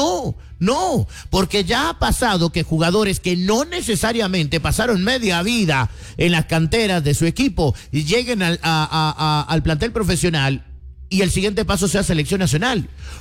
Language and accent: Spanish; Guatemala